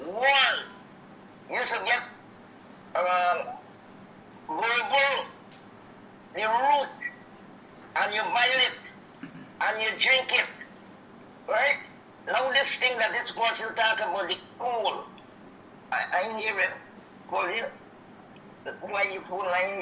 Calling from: Guyana; I calling from farm right now. I'm 86. I had experience around this country, all in Essequibo

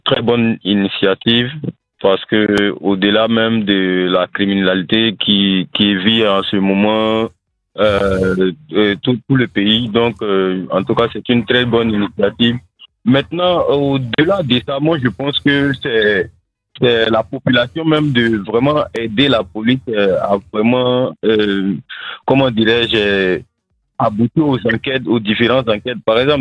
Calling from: Bingerville, Abidjan, Côte d’Ivoire; Je vous appelle de Benjerville.

